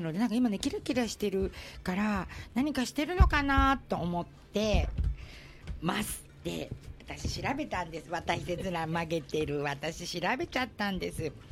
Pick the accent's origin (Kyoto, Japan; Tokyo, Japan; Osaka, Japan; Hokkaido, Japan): Osaka, Japan; now in Okinawa, Japan; 私大阪で育ったんです。